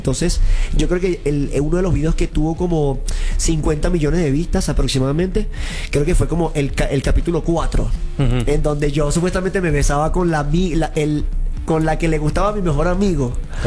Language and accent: Spanish; Venezuela; also born or lived in Colombia; justo estuve como 7 años en Colombia. Soy venezolano, un placer.